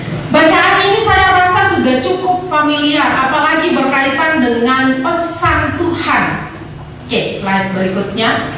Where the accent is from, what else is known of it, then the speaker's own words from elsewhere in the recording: North Maluku, Indonesia; born there; moved away as an adult; now in Yogyakarta, Indonesia; Saya aslinya dari Maluku Utara.